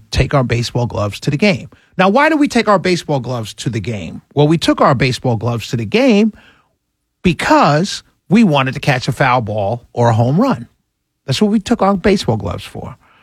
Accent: New York City, New York, United States; So when I was younger, I grew up in New York City, as many of you know.

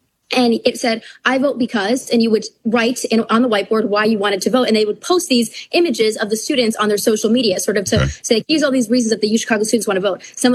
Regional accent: Wisconsin, United States; my dad at the time was member of Congress, but it was in Chicago and I was from Wisconsin.

